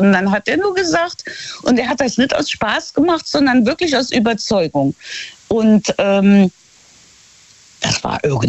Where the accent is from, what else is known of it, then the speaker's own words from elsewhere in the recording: Luxembourg; dieses gemähende Kaffee heißt das bei uns in Luxemburg, das ist eigentlich ja, so eine altmodische Kneipe mit Kaffee